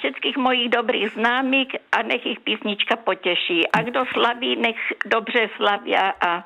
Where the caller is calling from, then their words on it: Kostice, South Moravian Region, Czechia; já vás zdravím opravdu z Kostic.